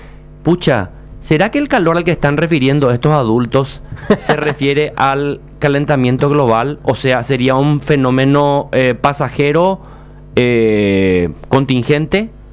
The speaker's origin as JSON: {"language": "Spanish", "country": "Paraguay", "said": "Mamá, nosotros somos paraguayos."}